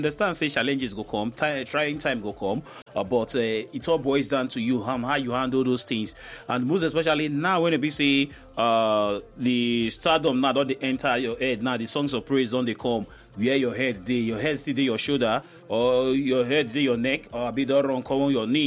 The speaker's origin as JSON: {"language": "English", "country": "Nigeria", "said": "That now something with VCS will pray for each human to do, most especially as a Nigerian."}